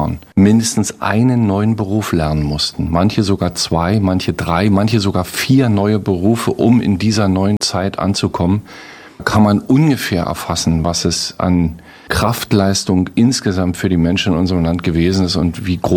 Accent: Forst, Brandenburg, Germany; Ich muss es mal kurz erklären, damit man mal die Ausmaße in meiner Heimatstadt Forst vielleicht mal ermessen kann.

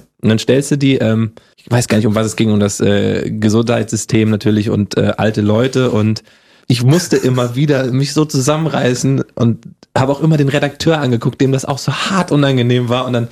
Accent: Hesse, Germany; accent: Hessian; Das Hessisch abtrainieren, komme ich aus Hessen, da hatte ich so diesen Dialekt leicht drauf, der wurde mir abtrainiert. War auch gut so, aber ohne, dass ich jetzt meine hessischen Wurzel verliere.

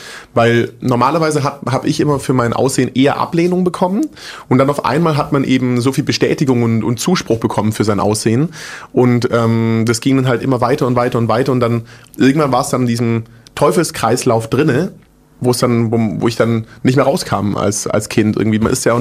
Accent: Großbottwar, Baden-Württemberg, Germany; also born or lived in Stuttgart / Frankfurt; Ich bin mit allem drum und dran, glaube ich, der Vorzeigeschwabe. Genau, ich bin in Stuttgart geboren, bei so einem Kaff aufgewachsen, das heißt Großbottwar.

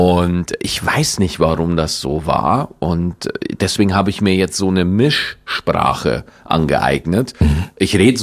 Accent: Schwarzach, Bavaria, Germany; accent: Bavarian; moved away; die Kindheit in Schwarzach war wohlbehütet, war schön

